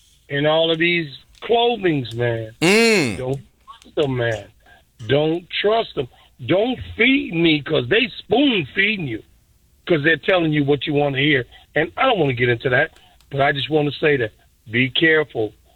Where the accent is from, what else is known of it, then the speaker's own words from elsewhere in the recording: Chicago, Illinois, United States; now in Massachusetts, United States; I'm from Chicago all my life, all day long. But listen, I don't stay there no more. Stay in Massachusetts.